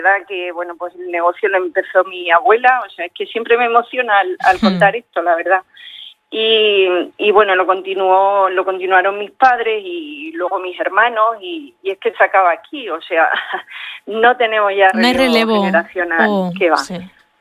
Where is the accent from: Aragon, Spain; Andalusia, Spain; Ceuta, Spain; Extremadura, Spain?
Extremadura, Spain; Miajadas; Yo es que soy de Miajadas